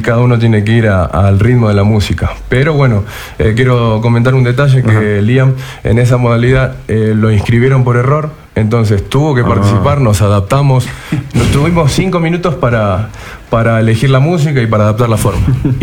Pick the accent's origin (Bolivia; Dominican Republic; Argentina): Argentina; moved away as an adult; now in Ecuador; yo soy argentino, vivo aquí en el Ecuador ya hace casi 7 años. Bueno, vine prácticamente por trabajo, por el deporte, venir a dar clases